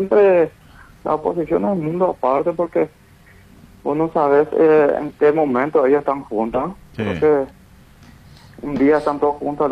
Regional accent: Hernandarias, Alto Paraná, Paraguay; somos prácticamente de la nueva generación. Y si es que nos cambiamos como hernandariense

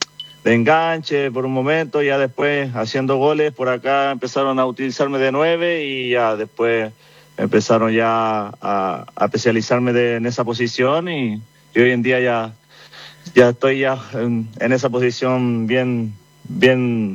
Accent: Ciudad del Este, Alto Paraná, Paraguay; now in Chile; Yo soy originario de Ciudad del Este, pero igual viví un tiempo en Mallorquín, también estuve ahí al principio de mi inicio en General Caballero, en la escuela de fútbol

